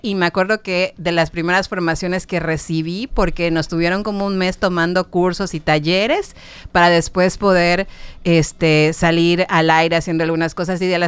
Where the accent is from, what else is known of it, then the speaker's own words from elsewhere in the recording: Yucatán, Mexico; pues todos los que somos yucatecos, o los que de alguna manera tenemos conexión con Yucatán y con el sureste del país, hemos crecido con esto.